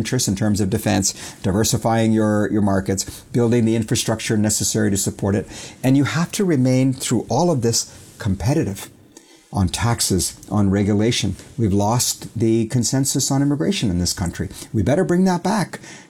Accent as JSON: {"language": "English", "country": "Canada", "said": "Because we haven't had to do it before, Carl. It's been pretty darn easy being Canadian."}